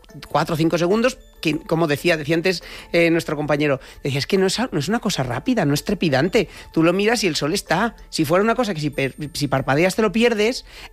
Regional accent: El Pedernoso, Castilla-La Mancha, Spain; En Cuenca del Pedernoso, que es mi pueblo, así lo digo más.

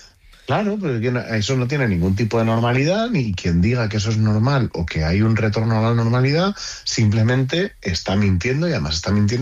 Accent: Spain; te tienes que hacer cargo porque todos somos españoles

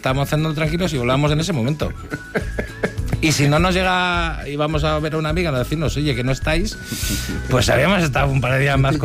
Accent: Spain; Y dice, ¿de dónde sois? ¿Sois americanos? No, somos españoles.

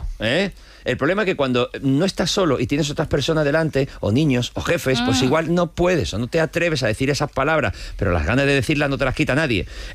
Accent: Los Navalucillos, Castilla-La Mancha, Spain; De mi pueblo, decía, los navalucillos en Toledo son más bien insultos

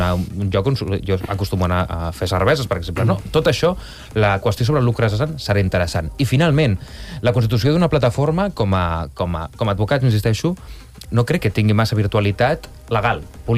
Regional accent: Barcelona, Catalonia, Spain; Però jo vaig dir, no, jo sóc del Putxet i el Ferró, i un veí del Putxet em va dir, no, tu ets del Ferró.

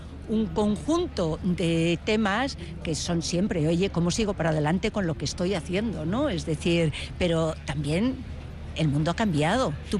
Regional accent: Spain; porque además de españoles, somos europeos, somos iberoamericanos. Yo me siento súper privilegiada de la gran región a la que pertenezco.

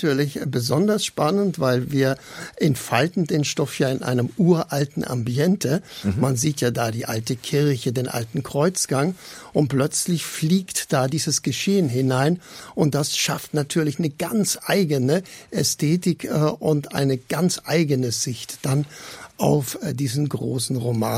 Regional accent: Southern Germany, Germany; Ich bin in Süddeutschland groß geworden.

